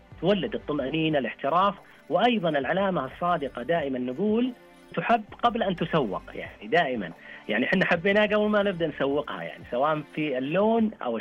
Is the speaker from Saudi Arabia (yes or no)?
yes; Saudi Arabia; حينما أطلق واعتمد عندنا في السعودية